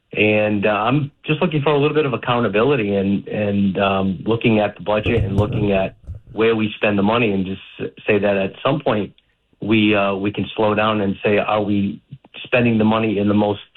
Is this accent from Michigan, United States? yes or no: no; North Providence, Rhode Island, United States; now in Narragansett, United States